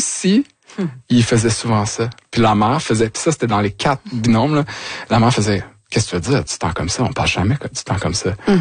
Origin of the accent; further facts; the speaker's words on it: Vaudreuil-Soulanges, Quebec, Canada; moved away; je suis retourné dans ma région natale, c'est-à-dire Vaudreuil-Soulanges